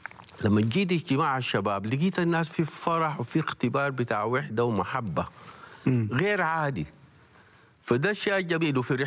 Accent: Sudan; أنا بكون سوداني

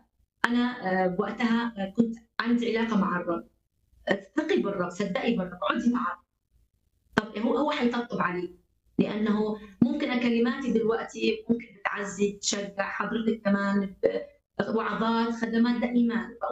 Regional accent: Iraq; now in Libya; لما استقرينا في البلد دخلنا فيه، وانا كعراقيه المفروض انا اصلي واتشفع لبلد، لكن صدقيني كنت دايما بدموع اصلي لليبيا.

